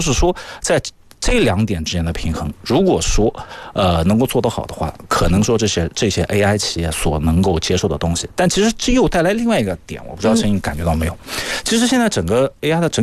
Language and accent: Chinese; China; 我们中国人